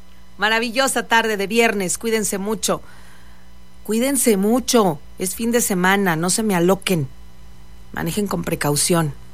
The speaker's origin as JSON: {"language": "Spanish", "town": "Monclova", "region": "Coahuila", "country": "Mexico", "said": "Como buena monclovense y norteña que soy, aquí estuve"}